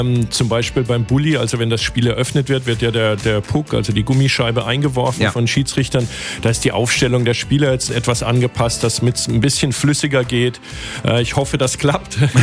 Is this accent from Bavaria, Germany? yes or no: no; Freiburg, Baden-Württemberg, Germany; moved away as an adult; now in Cologne, Germany; Tatsächlich bin ich in Freiburg geboren.